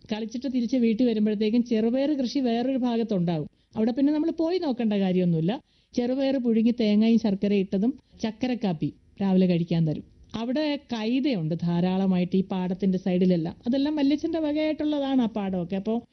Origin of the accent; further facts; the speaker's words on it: Pallana, Kerala, India; ഞാൻ ജനിച്ചു വളർന്ന സ്ഥലം എന്ന് പറയുന്നത് ആലപ്പുഴ ജില്ലയില് കാർത്തിയപ്പള്ളി താലൂക്ക് തൃക്കുന്നപ്പുഴ പഞ്ചായത്തില് പല്ലന പാനൂർ.